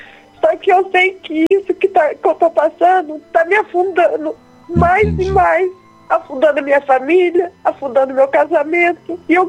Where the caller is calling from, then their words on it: Paraná, Brazil; Eu sou do Paraná.